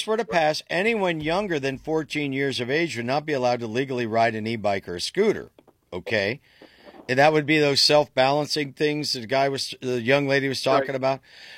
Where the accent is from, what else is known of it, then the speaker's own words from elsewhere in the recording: United States; we're American.